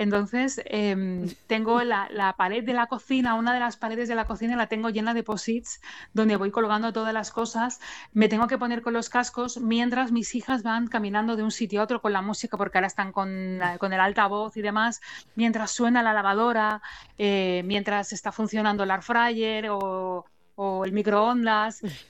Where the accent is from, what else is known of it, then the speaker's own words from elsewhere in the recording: Andratx, Balearic Islands, Spain; Sí, mi pueblo. Es que además me encanta mi pueblo y volverá a salir Andratx también.